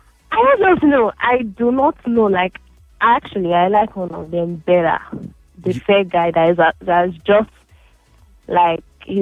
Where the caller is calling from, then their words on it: South West England, United Kingdom; I'm calling from Somerset.